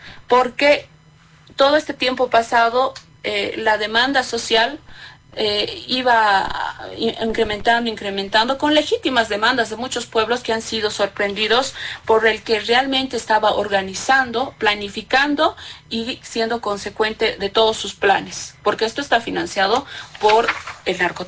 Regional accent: El Alto, La Paz, Bolivia; yo soy del Alto

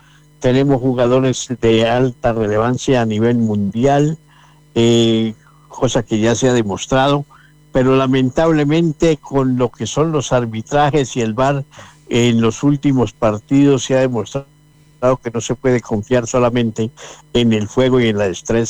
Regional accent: Colombia; now in Bolivia; Yo sí, yo soy colombiano y solamente llevo 46 años viviendo en Bolivia.

